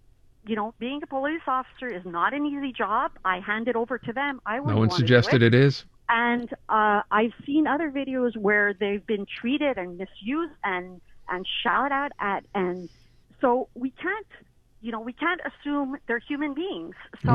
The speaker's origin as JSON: {"language": "English", "town": "Montreal", "region": "Quebec", "country": "Canada", "tie": "born or raised there", "said": "I grew up in Montreal North, and it's a culture that's a very rich population, but it's not an easy population"}